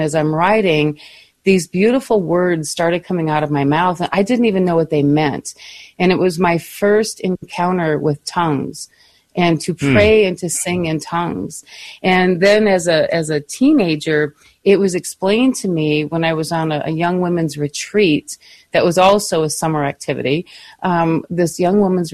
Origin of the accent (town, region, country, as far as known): Michigan, United States; born or raised there